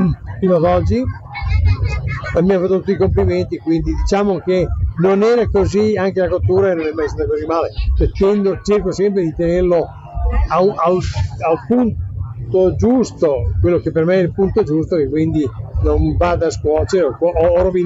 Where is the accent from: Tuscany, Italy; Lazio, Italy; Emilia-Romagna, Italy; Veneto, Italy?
Emilia-Romagna, Italy; Ostellato; io sono di Ostellato, provincia di Ferrara.